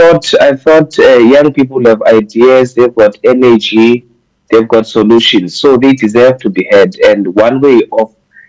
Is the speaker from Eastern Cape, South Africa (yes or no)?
yes; Eastern Cape, South Africa; I grew up in the Eastern Cape